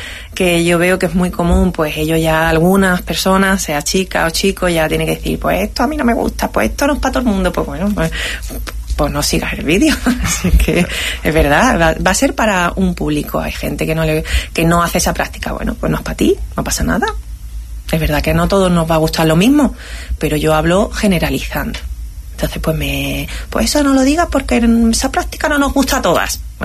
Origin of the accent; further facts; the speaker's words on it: Ceuta, Spain; Quería tener mi apellido es muy común y quería tener algo que me atara a mi tierra, y oye, pues mira, Benzú.